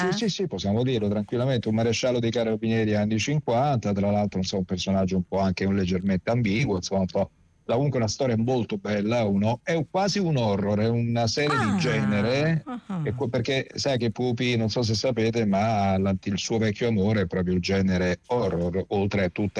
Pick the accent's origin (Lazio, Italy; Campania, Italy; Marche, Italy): Campania, Italy; Naples; perché io sono campano, nato a Castellammare, cresciuto a Napoli.